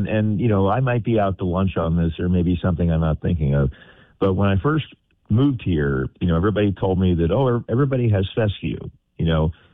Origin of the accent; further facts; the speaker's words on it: Lancaster, Pennsylvania, United States; Lancaster.